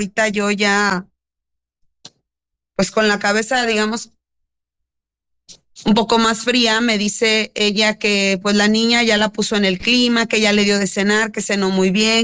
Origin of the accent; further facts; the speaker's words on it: Ciudad Mante, Tamaulipas, Mexico; Yo soy de Ciudad Mante.